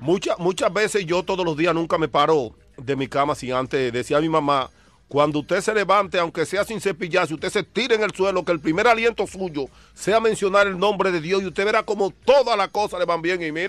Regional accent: Dominican Republic; moved away; nosotros como dominicanos hablemos mal de nuestra tierra

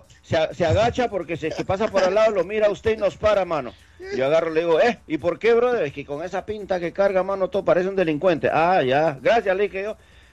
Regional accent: Peru; Entonces dije, yo no soy colombiano. ¿Y de dónde eres tú? Yo soy de Perú.

